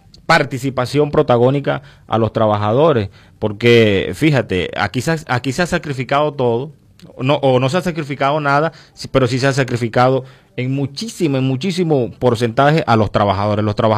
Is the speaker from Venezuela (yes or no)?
yes; Venezuela; ¿O acaso que los trabajadores de Surán no somos venezolanos?